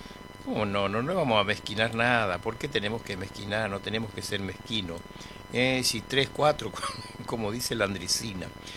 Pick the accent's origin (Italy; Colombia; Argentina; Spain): Argentina; Presidencia de la Plaza, Chaco; born there; now in Ushuaia, Argentina; mi pueblo, de mi Chaco, Presidencia de la Plaza, lugar donde nací.